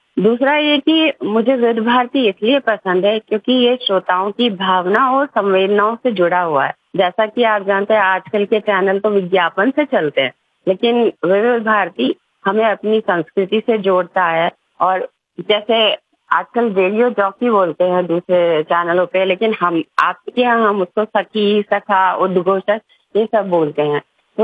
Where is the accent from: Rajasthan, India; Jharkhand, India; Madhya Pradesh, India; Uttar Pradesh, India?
Madhya Pradesh, India; Bhopal; moved away as an adult; now in Indore, India; मैं इंदौर में ही रहती हूँ। मेरा मायका और मेरा बचपन भोपाल में गुजरा है